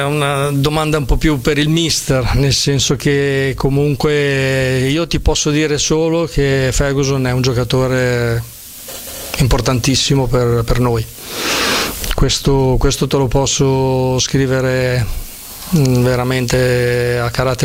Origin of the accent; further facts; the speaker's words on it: Sasso Marconi, Emilia-Romagna, Italy; Io sono di Sasso Marconi, no? Quindi un paesino piccolo